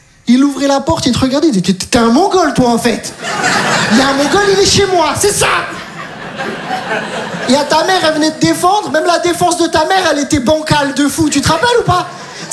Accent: Metz, Grand Est, France; Je viens de Metz, j'ai tout abandonné.

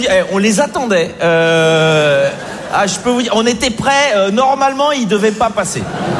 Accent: Belgium; chez nous en Belgique

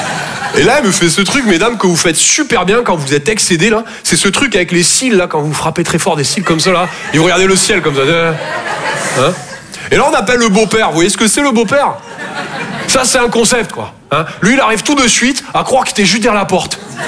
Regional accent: Toulouse, Occitanie, France; Je viens de Toulouse, à la base. Ouais, ça s'entend un peu, ouais.

